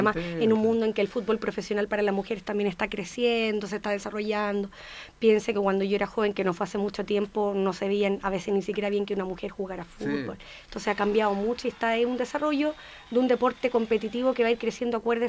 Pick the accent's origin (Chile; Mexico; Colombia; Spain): Chile; somos chilenos y los chilenos estamos preparados.